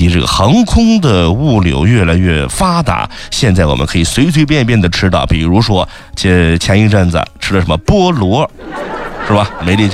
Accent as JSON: {"language": "Chinese", "region": "Xinjiang", "country": "China", "tie": "born or raised there", "said": "我作为土生土长的新疆孩子"}